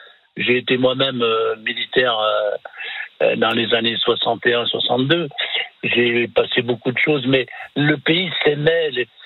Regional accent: France; Moi, je suis un Français, je suis fier d'être Français.

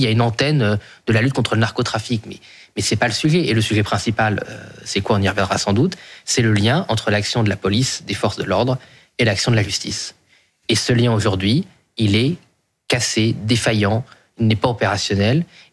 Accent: Brittany, France; je suis breton, si vous voulez. J'ai encore de la famille dans le Morbihan. Vannes également aujourd'hui.

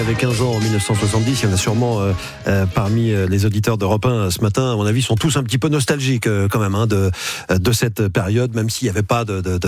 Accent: Nancy, Grand Est, France; Je connais bien parce que je suis de Nancy

